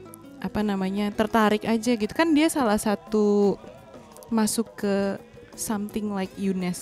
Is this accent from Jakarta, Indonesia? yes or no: yes; Jakarta, Indonesia; also born or lived in Bandung; Kalau aku dari Jakarta, tapi lahir di Bandung.